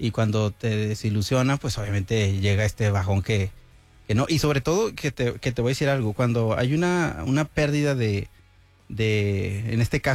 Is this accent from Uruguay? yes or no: no; Mexico; para nosotros como mexicanos